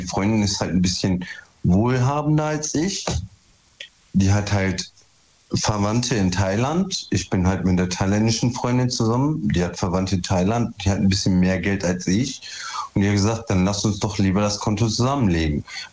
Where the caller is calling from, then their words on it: Duisburg, North Rhine-Westphalia, Germany; Ich komme aus Duisburg.